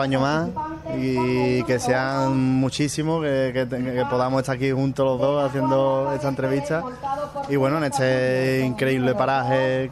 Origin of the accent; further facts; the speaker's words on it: Sanlúcar de Barrameda, Andalusia, Spain; es el origen de donde yo vengo, que es ese toque flamenco, esa guitarra de aquí flamenca y ese aire que tenemos que nos sale solo a los sanluqueños.